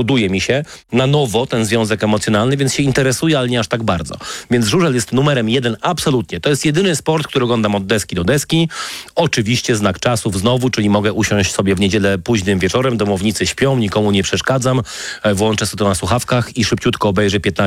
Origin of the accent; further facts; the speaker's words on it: Wrocław, Lower Silesian Voivodeship, Poland; We Wrocławiu z racji urodzenia, na początku lat 80. wychowywałem się po pierwsze w kulcie koszykarskiego Śląska, będącego najlepszą drużyną w kraju.